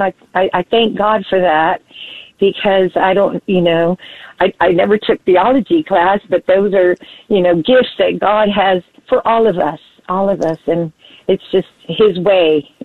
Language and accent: English; Houston, Texas, United States; while in Houston, I was from Houston, I was visiting the Catholic Charismatic Center